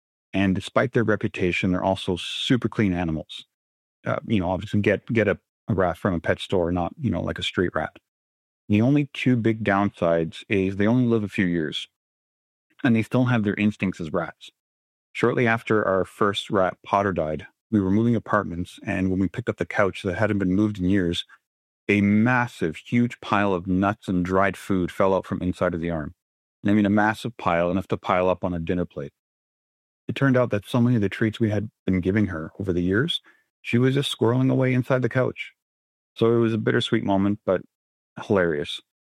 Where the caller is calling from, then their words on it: Ontario, Canada; I am Canadian, living in Canada.